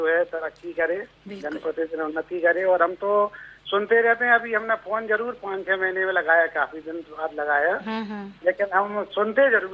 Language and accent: Hindi; Jhansi, Uttar Pradesh, India; moved away as an adult; now in Chhatarpur, India; हम वैसे तो मूलतः झांसी के रहने वाले हैं।